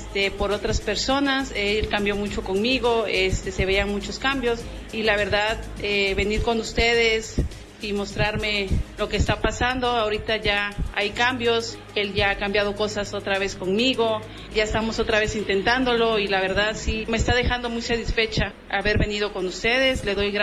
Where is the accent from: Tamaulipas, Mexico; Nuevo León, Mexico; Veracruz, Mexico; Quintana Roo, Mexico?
Veracruz, Mexico; Ciudad Mendoza; vengo de Ciudad Mendoza.